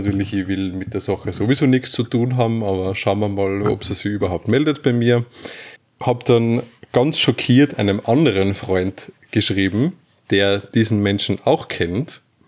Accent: Austria; oder wie man bei uns in Österreich sagt, Jus.

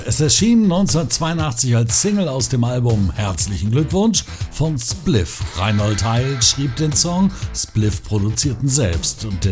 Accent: Lower Saxony, Germany; Nun komme ich aber aus der Gegend, wo man wirklich nachgewiesen das beste Hochdeutsch spricht, aus der Nähe von Hannover.

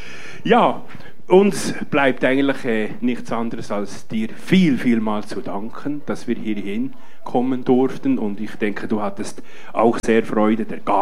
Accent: Switzerland; Jetzt habe ich dir noch was aus meinem Heimatdorf, ein wenig Schokolade, Schweizer Schokolade mitgebracht.

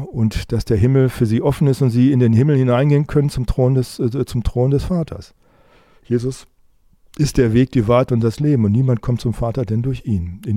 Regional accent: Saxony, Germany; Ich bin Sachse. Na und? Ja, leider.

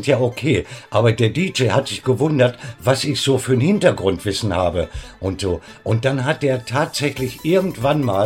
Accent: Braunschweig, Lower Saxony, Germany; moved away; ich komme aus Braunschweig.

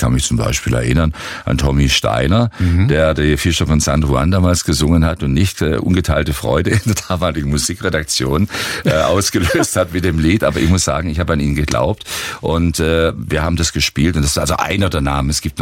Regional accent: Stuttgart, Baden-Württemberg, Germany; moved away as an adult; now in Cologne, Germany; mich zieht es weg, leider von Stuttgart aus Baden-Württemberg, meiner Heimat, ins schöne Rheinland. Da werde ich also künftig wohnen in Köln.

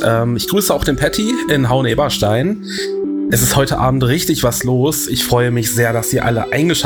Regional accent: Hildesheim, Lower Saxony, Germany; oder auch in meiner Heimatstadt Hildesheim in der Mera-Luna-Stadt.

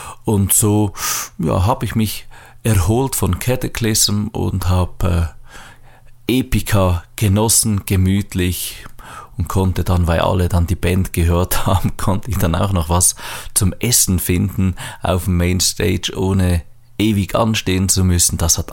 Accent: Switzerland; Klar, für uns als Schweizer

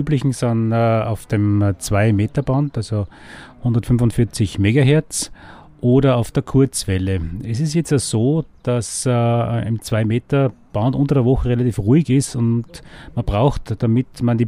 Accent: Salzkammergut, Austria; ich komme aus dem Salzkammergut

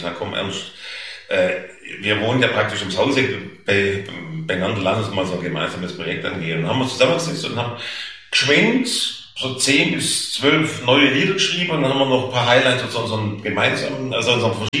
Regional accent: Stuttgart, Baden-Württemberg, Germany; accent: Swabian; ja, ich komme aus Stuttgart, spreche aber Oxford-Schwäbisch, und da haben wir schon mal einen Lacher.

